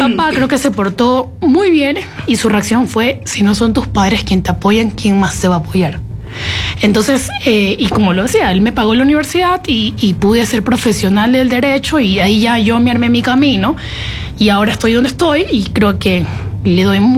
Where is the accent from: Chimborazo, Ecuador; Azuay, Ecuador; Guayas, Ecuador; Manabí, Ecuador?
Guayas, Ecuador; Guayaquil; moved away; also born or lived in Quevedo, Los Ríos / Quito; yo creo que yo soy un mix, soy entre mamá manaba, papá mateño, nacida en Quevedo de los Ríos, crecí en Guayaquil.